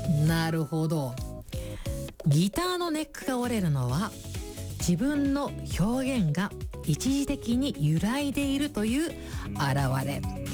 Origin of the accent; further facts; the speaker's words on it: Tokyo, Japan; この東京の人間からすると。